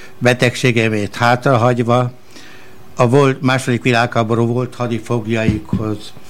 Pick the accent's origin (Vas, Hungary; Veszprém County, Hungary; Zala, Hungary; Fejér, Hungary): Fejér, Hungary; Ráckeresztúr; born there; now in Nagykáta, Hungary; Nagykátáról. Ráckeresztoron születtem 1940. november 29-én. Karácsondon és Pászton végeztem iskoláimat.